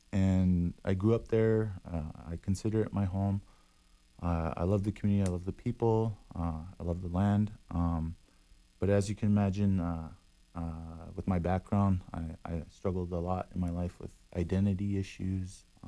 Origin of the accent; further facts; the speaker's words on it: Norway House, Manitoba, Canada; I grew up in Norrie House Cree Nation, also known as Kinisil Sipi. So I'm a little res boy.